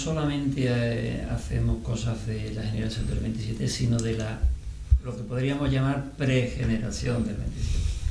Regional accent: Cádiz, Andalusia, Spain; y como buen gaditano, pues claro, le hemos metido un aire flamenco

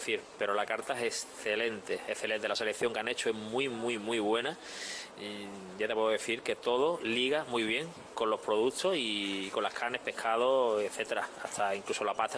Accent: Málaga, Andalusia, Spain; en Málaga, yo soy malagueño

